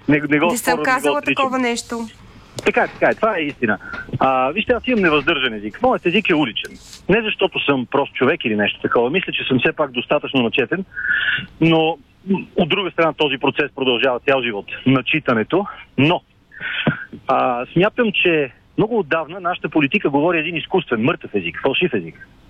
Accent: Western Bulgaria, Bulgaria; accent: Shop, Tran; Аз съм обикновен човек от Западна България. Имам шопски, трънски, леко македонски примес в себе си.

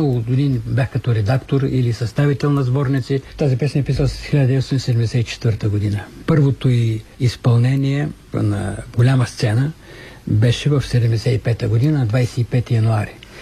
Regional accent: Harmanli, Haskovo Province, Bulgaria; moved away; Моето семейство, моята къща, която беше в родния ми град Харманли, беше една малка музикална академия.

